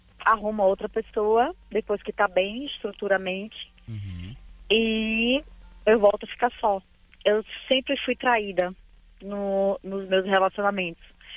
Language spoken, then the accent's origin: Portuguese; Bahia, Brazil; Que eu sou baiana, sou da Bahia.